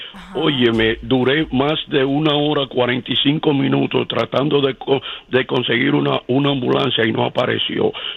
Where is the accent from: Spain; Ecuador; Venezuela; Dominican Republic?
Dominican Republic; Santo Domingo, National District; Sencillamente del San Carlos, de la capital.